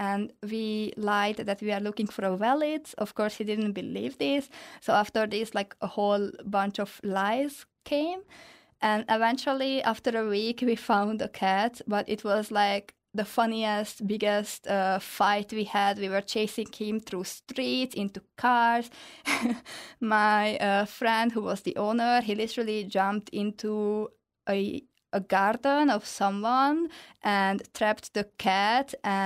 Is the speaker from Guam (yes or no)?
no; Hungary; I think as a Hungarian, it's not that hard to pronounce Russian.